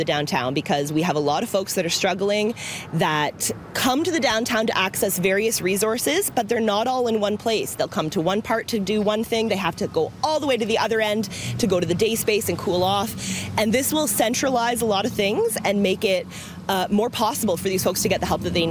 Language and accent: English; Ingersoll, Ontario, Canada; I grew up in Ingersoll and had a business in downtown Ingersoll, with my family did.